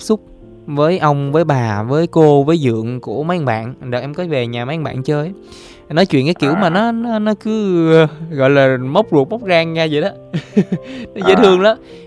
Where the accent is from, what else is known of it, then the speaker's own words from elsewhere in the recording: Sa Đéc, Đồng Tháp, Vietnam; nói là ở quê, nhưng mà cũng ở quê em thì cũng ngay thành phố rồi, nếu như mà tính trước đó thì cũng ngay thành phố Sa Đéc đó